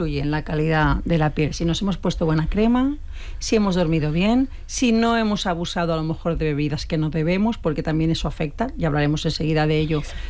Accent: Benetússer, Valencian Community, Spain; jo soc de Benetússer

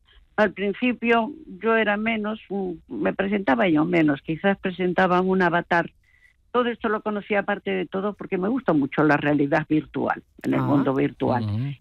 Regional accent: Andalusia, Spain; Yo soy andaluza, para empezar, pero contentísima de escucharos.

